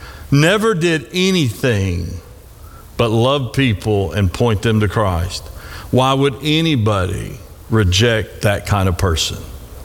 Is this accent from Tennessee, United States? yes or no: yes; Tennessee, United States; Of course, I was from Tennessee.